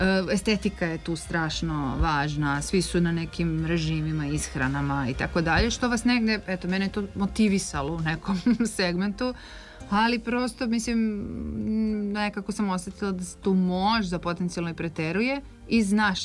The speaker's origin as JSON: {"language": "Serbian", "country": "Serbia", "said": "kad sam rekla … ja sam iz Srbije i tako"}